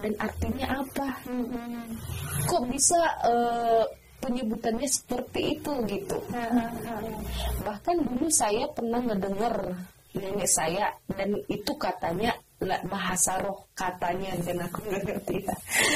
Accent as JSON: {"language": "Indonesian", "region": "North Sumatra", "country": "Indonesia", "first_language": "Batak", "second_language": "Indonesian", "lives_now": "Bogor, Indonesia", "said": "kebetulan kan kita Batak Toba ya. Waktu di kampung saya bernyanyi dengan bahasa saya, bahasa Batak. Saya di Bogor, karena rata-rata udah pada pakai bahasa Indonesia"}